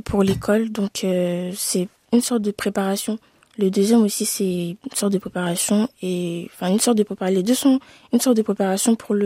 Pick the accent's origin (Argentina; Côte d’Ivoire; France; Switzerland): Côte d’Ivoire; Abidjan; j'ai 17 ans. Je suis née en Côte d'Ivoire à Abidjan, à Yopougon, dans la commune. J'ai grandi avec mes parents